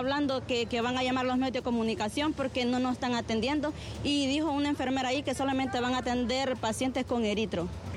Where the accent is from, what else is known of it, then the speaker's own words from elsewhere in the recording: San Pedro Sula, Cortés, Honduras; Pues yo vengo de acá de San Pedro Sula.